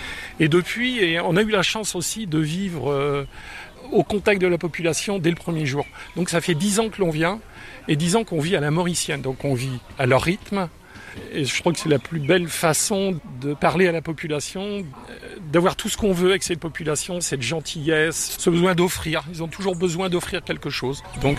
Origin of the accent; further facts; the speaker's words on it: Brest, Brittany, France; Oui, je viens de Brest, Plougas-el-Daoulas.